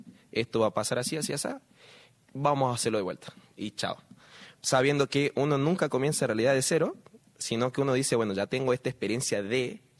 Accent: Jujuy, Argentina; moved away; bueno, a mí me costó mucho salir de Jujuy.

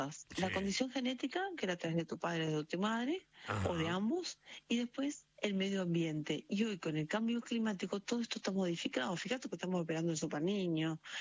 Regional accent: Corrientes, Argentina; moved away as an adult; now in Buenos Aires, Argentina; Soy de la Universidad Nacional del Nordeste porque soy correntina.

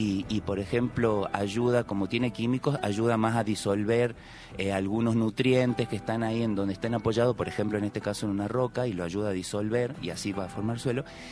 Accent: Tilcara, Jujuy, Argentina

